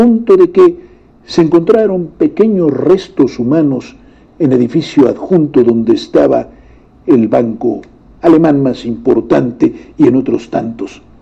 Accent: Mexico; siendo mexicanos que han leído o que hemos leído la historia

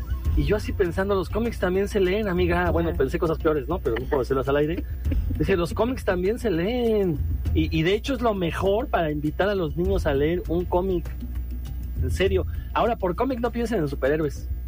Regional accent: Mexico; nacimos en México

